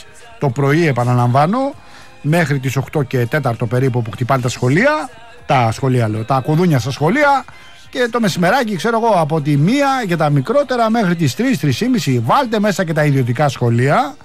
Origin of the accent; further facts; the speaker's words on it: Rafina, Attica, Greece; έχουμε, λέει, ζητηματάκια μπόλικα αναφορικά με την πατρίδα μου στη Ραφίνα.